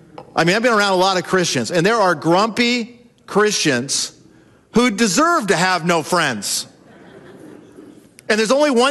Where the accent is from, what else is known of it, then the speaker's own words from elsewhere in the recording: California, United States; Jara and I grew up in Southern California.